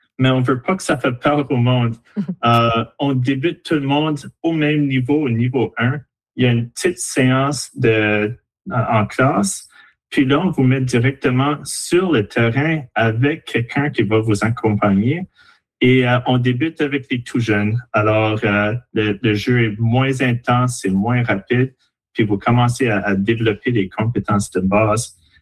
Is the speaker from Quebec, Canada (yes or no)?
no; Moncton, New Brunswick, Canada; born there; also born or lived in Saskatchewan; now in Dieppe, Canada; J'ai grandi à Moncton, puis j'ai joué pour l'école de tir. Mais maintenant, j'habite à Dieppe